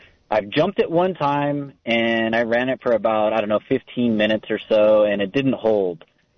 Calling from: Santa Cruz, California, United States; I'm calling from Santa Cruz.

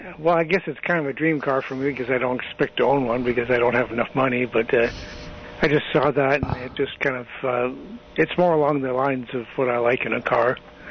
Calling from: Live Oak, United States; Live Oak.

